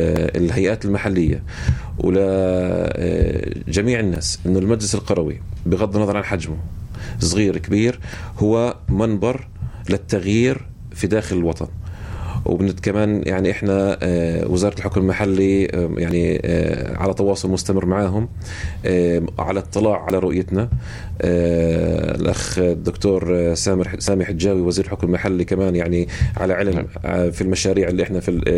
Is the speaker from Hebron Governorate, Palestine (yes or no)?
no; Beitin, Ramallah and al-Bireh Governorate, Palestine; إحنا عندنا في بيتين